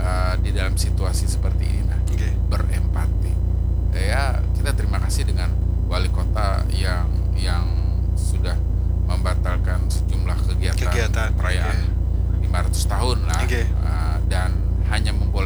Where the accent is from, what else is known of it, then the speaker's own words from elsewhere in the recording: Kalimantan, Indonesia; asap ini karena ajab Tuhan kepada kita warga Kalimantan.